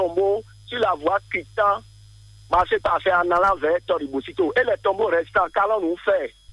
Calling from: Benin; On est tous des Béninois, non?

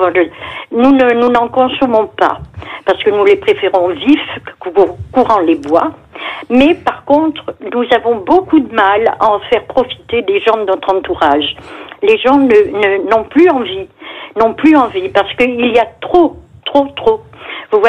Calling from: Génis, Nouvelle-Aquitaine, France; D'un petit village du Périgord

